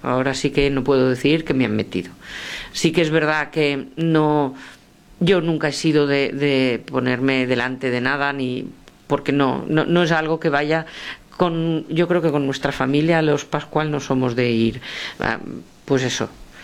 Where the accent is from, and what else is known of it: Valencia, Valencian Community, Spain